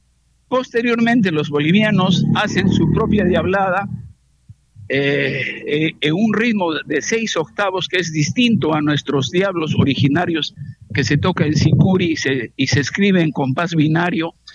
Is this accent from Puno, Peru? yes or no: yes; Puno, Peru